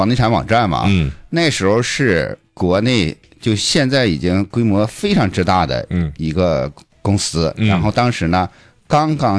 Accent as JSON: {"language": "Chinese", "town": "Chifeng", "region": "Inner Mongolia", "country": "China", "tie": "born or raised there", "moved": "yes", "lives_now": "Changchun, China", "said": "像我老家赤峰"}